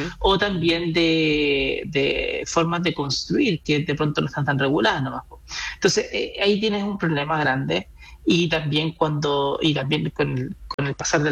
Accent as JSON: {"language": "Spanish", "country": "Chile", "said": "somos chilenos"}